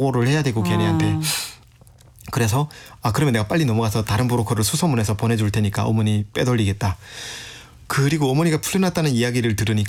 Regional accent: North Korea; now in South Korea; 내가 다시 탈북해서 바로 압록강을 건너서 중국으로 해서 한국에 와서

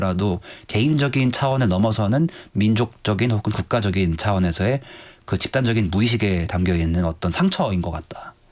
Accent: Gangwon, South Korea; 강원도 사람으로서

